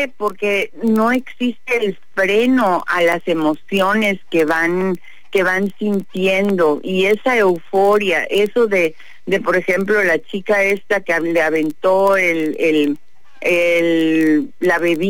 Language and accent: Spanish; Mexico; mi equipo de mi casa, de donde yo vivo, de donde yo soy, de donde yo pertenezco.